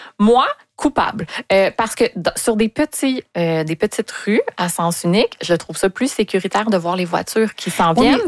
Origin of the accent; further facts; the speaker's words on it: Montreal, Quebec, Canada; Quand je vais en région, les gens savent que je viens de Montréal